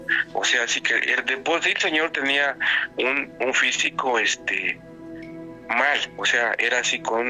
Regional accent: Veracruz, Mexico; now in Mexico City, Mexico; Mira, yo soy de un pueblo del estado de Veracruz

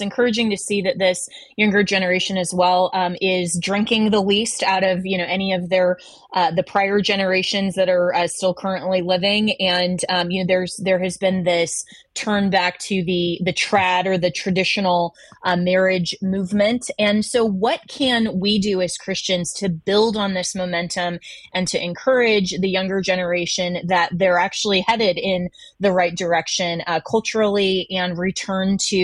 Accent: Florida, United States; like my home state of Florida?

